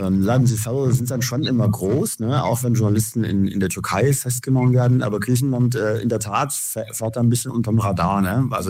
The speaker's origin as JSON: {"language": "German", "region": "Saxony", "country": "Germany", "tie": "born or raised there", "said": "Ich bin ja gebürtiger Sachse und habe auch in Sachsen berichtet"}